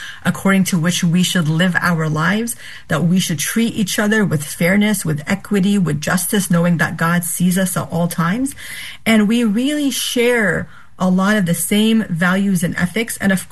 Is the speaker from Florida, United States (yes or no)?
yes; Panama City, Florida, United States; Growing up in the Bible Belt and the Panhandle, Panama City, Florida